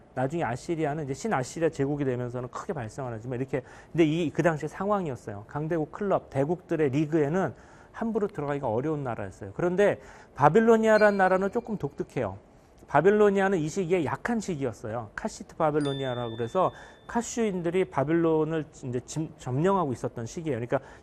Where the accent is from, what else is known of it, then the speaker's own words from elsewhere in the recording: South Korea; 제가 약소국 출신이고, 미국 사람도 아니고, 뭐, 유럽 사람도 아니고, 저는. 그리고 그, 최근 특히 근대사에서 한국은 고생을 많이 했죠.